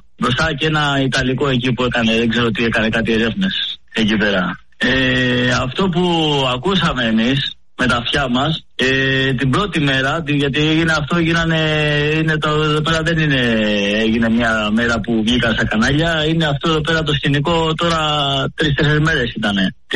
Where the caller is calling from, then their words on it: Karpathos, South Aegean, Greece; είμαι από την Κάρπαθο.